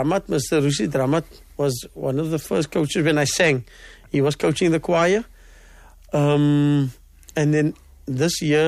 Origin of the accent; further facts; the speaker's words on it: Salt River, Western Cape, South Africa; Yeah, and I was in Salt River. You know, we were blessed growing up in Salt River.